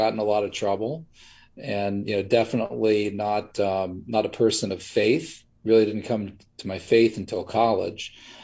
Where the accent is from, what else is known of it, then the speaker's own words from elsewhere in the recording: Butler, Pennsylvania, United States; also born or lived in Pittsburgh, Pennsylvania / Penn Hills, Pennsylvania; Then I guess by the time I was about 4 years old, we moved to Butler, Pennsylvania. And that's where I lived and went and was there through high school. And my parents still live in that area. So I graduated high school there in 1984, class of 1984.